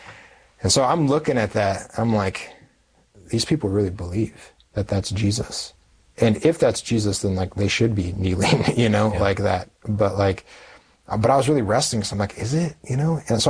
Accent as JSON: {"language": "English", "country": "United States", "said": "I'm an American Protestant"}